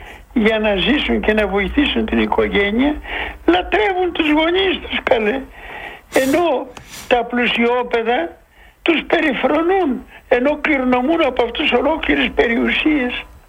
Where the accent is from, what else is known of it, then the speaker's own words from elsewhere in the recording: Greece; Εγώ τώρα σκέφτομαι ποια είναι η πατρίδα μου.